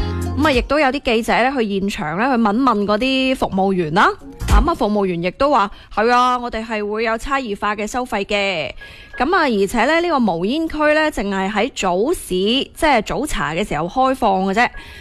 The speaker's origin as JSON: {"language": "Cantonese", "region": "Guangdong", "country": "China", "said": "作为广东人"}